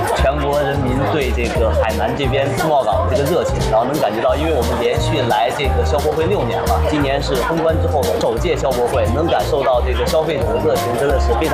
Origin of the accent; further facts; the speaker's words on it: Canada; 然后我是从加拿大这个来到中国，然后带来了这个我们加拿大的这个各种好的产品